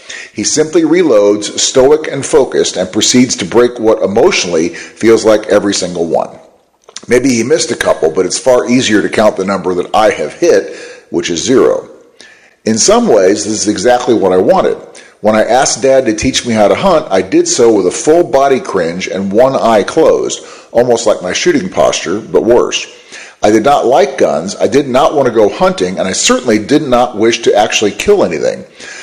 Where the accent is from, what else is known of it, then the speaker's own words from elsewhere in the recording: Rhode Island, United States; I grew up in Rhode Island, which is almost as densely blue as the ocean itself.